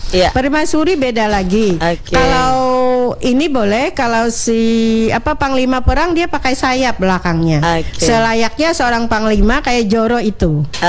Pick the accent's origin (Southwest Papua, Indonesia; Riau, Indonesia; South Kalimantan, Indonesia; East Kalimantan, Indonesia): South Kalimantan, Indonesia; Kita dari Hulu Sungai.